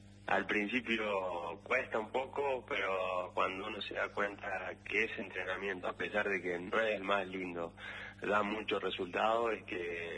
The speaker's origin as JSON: {"language": "Spanish", "town": "Monte Buey", "region": "Córdoba", "country": "Argentina", "said": "Así es, somos bien del Llano, de Monte Buey los dos."}